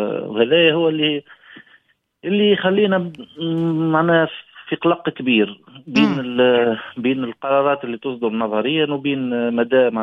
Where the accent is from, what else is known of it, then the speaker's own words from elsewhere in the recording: Sfax Governorate, Tunisia; دونك احنا مستنسين في قرقنا نخدموا القرنيط